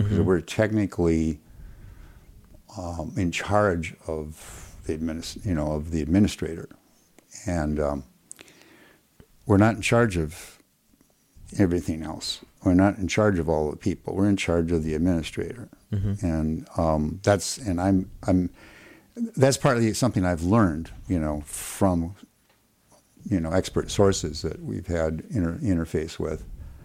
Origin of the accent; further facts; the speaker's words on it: Minnesota, United States; I came from the Twin Cities, was born in the Twin Cities.